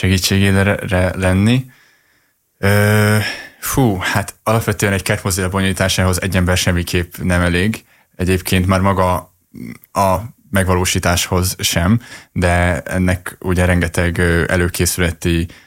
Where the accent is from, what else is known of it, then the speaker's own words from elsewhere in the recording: Jász-Nagykun-Szolnok, Hungary; a Tiszazugból származok, ugye, ami 12 kisebb településnek a összefoglaló neve